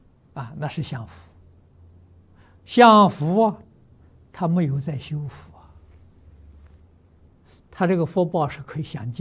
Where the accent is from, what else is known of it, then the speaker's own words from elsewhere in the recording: China; 80岁圆寂是我们中国人讲的虚岁，啊，要外国人讲这个年龄呢，那释迦牟尼佛是79岁。